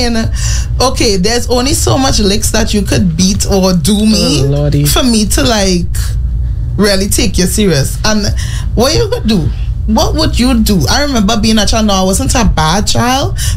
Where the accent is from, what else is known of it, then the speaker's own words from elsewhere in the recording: Tobago, Trinidad & Tobago; we're Caribbean girlies and we grew up right here in Tobago, right?